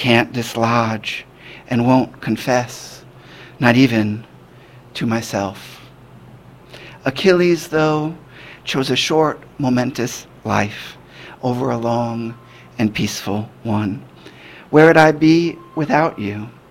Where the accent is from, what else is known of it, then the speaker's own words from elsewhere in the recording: Cleveland, Ohio, United States; Cleveland, my hometown. Chadbourne, the street I grew up on.